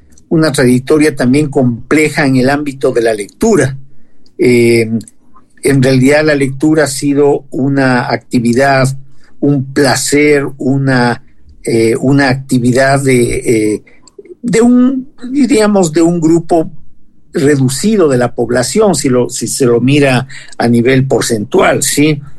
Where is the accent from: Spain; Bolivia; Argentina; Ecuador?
Ecuador